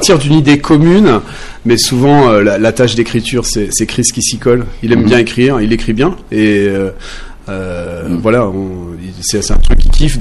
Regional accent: Nancy, Grand Est, France; moved away; Moi je suis Nancéen au départ.

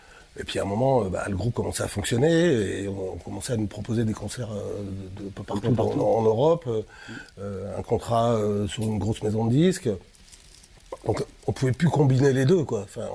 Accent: Lille, Hauts-de-France, France; Nous, on est de Lille, tu vois, on vient pas des mines, enfin du côté Pas-de-Calais.

